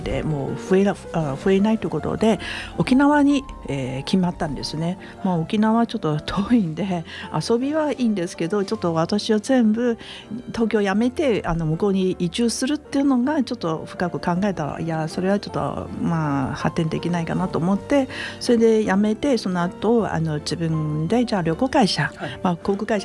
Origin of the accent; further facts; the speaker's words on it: Taiwan; Japanese is a second language; moved away as an adult; now in Japan; 台湾の出身なんですけど、大学卒業したら日本に参りました。もう早いんですね、47年も日本にいました。